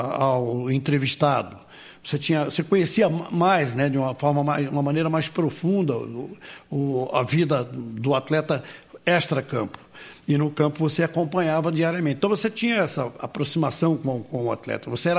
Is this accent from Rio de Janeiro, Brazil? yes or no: yes; Niterói, Rio de Janeiro, Brazil; Eu sou, eu nasci em Niterói, né? Eu nasci em Niterói e morei tempos lá, mas eu morei mais no mundo do que no Rio de Janeiro, do que em Niterói.